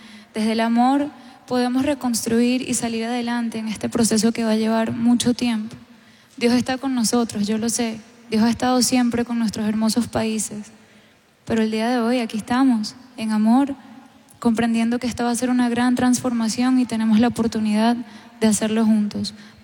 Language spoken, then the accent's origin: Spanish; Venezuela; Venezolanos y colombianos, hermanos de siempre, sabemos levantarnos, pero hoy necesitamos hacerlo todos unidos